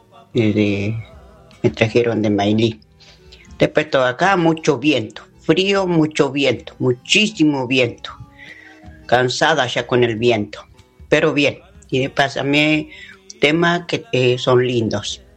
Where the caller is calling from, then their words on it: Sabagasta, Santiago del Estero, Argentina; de Sabagasta.